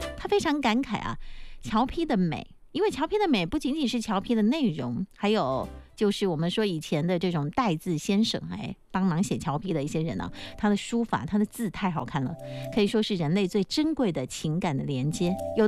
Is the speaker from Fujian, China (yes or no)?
yes; Jinjiang, Fujian, China; 像我们土生土长的闽南人，对奶奶的称呼就是阿嬷